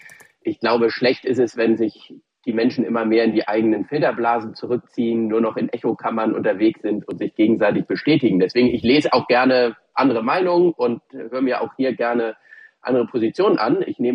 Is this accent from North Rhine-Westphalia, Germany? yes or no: no; Hamburg, Germany; Da blutet mir manchmal das Herz als Hamburger, dass viele Hamburg gar nicht so kennen.